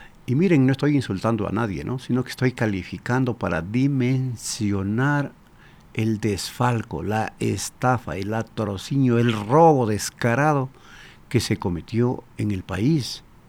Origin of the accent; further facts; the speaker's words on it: Ecuador; somos los ecuatorianos